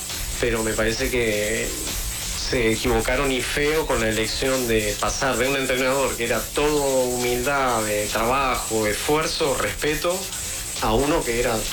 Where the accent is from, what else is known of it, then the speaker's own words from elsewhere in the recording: Uruguay; Yo lo que sí digo como uruguayo, jamás.